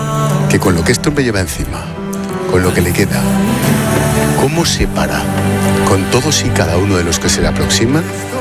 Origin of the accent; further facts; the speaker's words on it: Madrid, Community of Madrid, Spain; para los que somos de Vallecas, de Carabanchel, de Cuatro Caminos, el que está en Madrid es de Madrid.